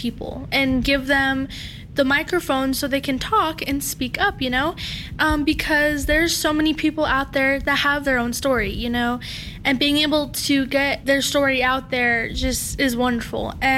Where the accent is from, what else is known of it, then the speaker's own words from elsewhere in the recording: Phoenix, Arizona, United States; now in Albuquerque, United States; I am originally actually from Phoenix, Arizona, surprisingly, but now obviously I live in Albuquerque, New Mexico.